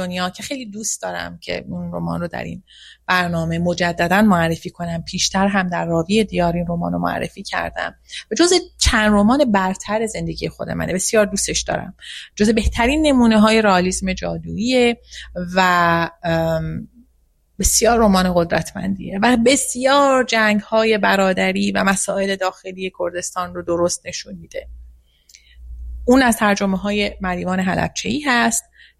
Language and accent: Persian; Iran; born there; من شخصا در اون ساختار بزرگ شدم. من در ساختار حکومتی و استبدادی بعد از انقلاب بزرگ شدم، مدرسه رفتم، توی اون ساختار درس خوندم